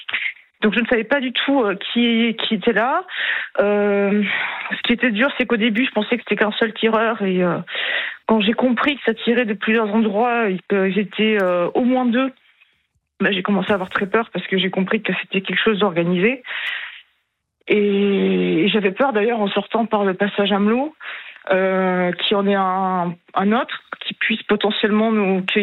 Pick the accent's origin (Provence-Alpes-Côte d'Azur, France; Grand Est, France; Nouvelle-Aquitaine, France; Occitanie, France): Occitanie, France; Montpellier; also born or lived in Clermont-Ferrand; now in Paris, France; alors, je suis originaire de Montpellier. J'avais passé le concours d'inspecteur des finances publiques, et j'avais fait l'école des finances publiques à Clermont-Ferrand.